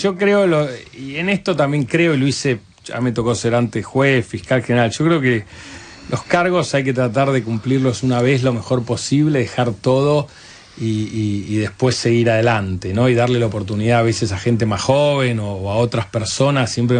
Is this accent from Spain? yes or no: no; Argentina